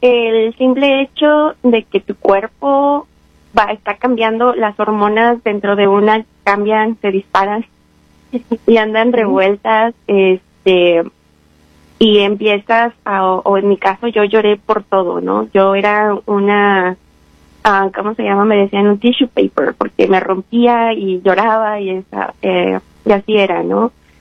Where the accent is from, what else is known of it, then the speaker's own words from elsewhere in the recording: Apizaco, Tlaxcala, Mexico; soy mexicana del estado de Tlaxcala, es el estado más chiquito que se encuentra en la República Mexicana, en la ciudad de Apitaco.